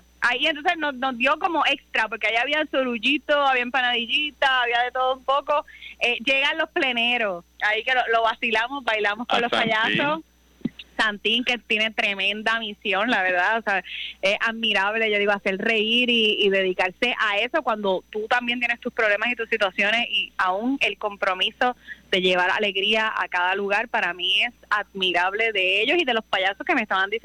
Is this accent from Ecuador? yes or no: no; Puerto Rico